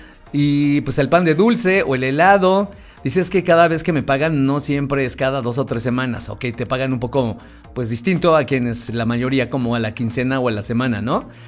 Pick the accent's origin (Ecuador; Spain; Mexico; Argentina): Mexico